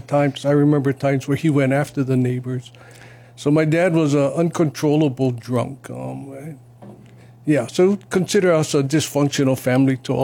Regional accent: Honolulu, Hawaii, United States; I grew up right next door to where the Hawaii Convention Center is. It used to be Aloha Motors was there while I was growing up.

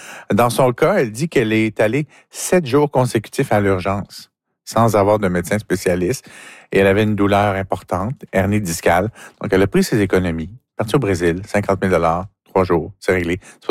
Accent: Quebec, Canada; chez nous, au Bas-Saint-Laurent

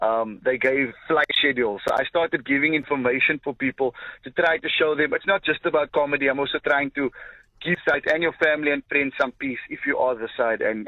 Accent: South Africa; I'm South African.

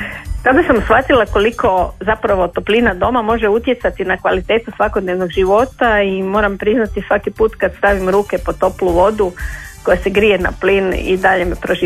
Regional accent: Dalmatia, Croatia; now in Zagreb, Croatia; Naime, rođena sam i odrasla u Dalmaciji i grijanje je bilo nešto čime su se bavili roditelji

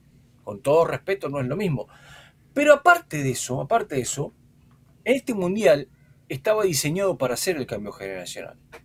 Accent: Argentina; Orgulloso de mi selección y de este equipo, porque este equipo, Elmer, en mi país hay un cambio cultural político

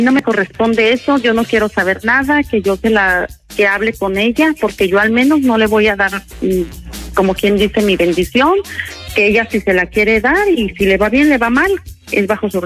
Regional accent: Celaya, Guanajuato, Mexico; now in Dallas, United States; Soy originaria de Celaya, Guanajuato.

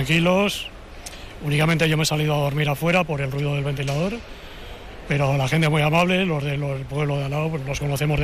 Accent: Bustares, Castilla-La Mancha, Spain; Buenos días … soy de Bustares, y nada, vinimos ayer.

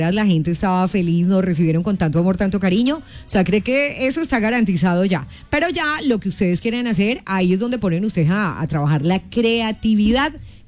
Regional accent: Colombia

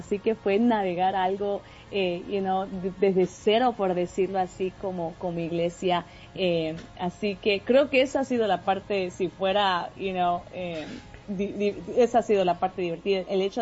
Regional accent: Bolivia; born there; Sí, no, yo nací en Bolivia, mi español está bien, mi mamá nunca nos dejó olvidarnos el español

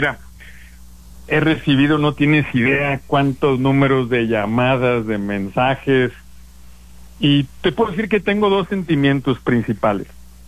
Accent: Sinaloa, Mexico; los sinaloenses, la verdad, somos buena onda, alegres, valientes, decentes, entrones

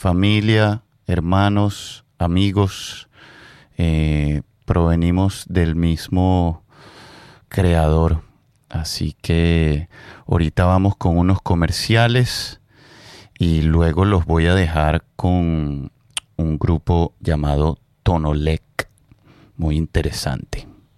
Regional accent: Venezuela; moved away

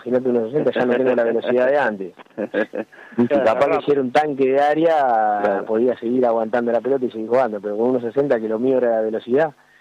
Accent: Trelew, Chubut, Argentina; now in Buenos Aires, Argentina; Ya de ahí me volví a mi pueblo, en realidad yo soy de Trelew

